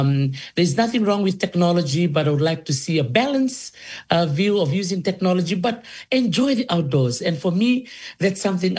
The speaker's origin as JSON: {"language": "English", "area": "Naitasiri Province", "region": "Central Division", "country": "Fiji", "tie": "born or raised there", "also_born_or_lived": "Kadavu", "said": "my life growing up as a young girl in Dholisuva village in the province of Netasiri. That's where I was raised. Even though I'm originally from Kandavu"}